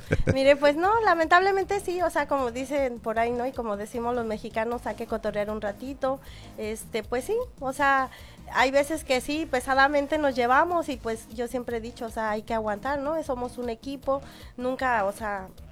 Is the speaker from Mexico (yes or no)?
yes; State of Mexico, Mexico; porque yo soy del Estado de México. No soy del estado de Puebla